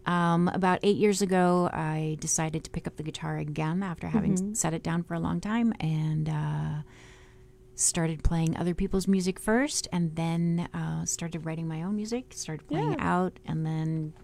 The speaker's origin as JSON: {"language": "English", "country": "Canada", "tie": "born or raised there", "said": "I grew up in Canada, called Never Cry Wolf, and a beautiful movie was made."}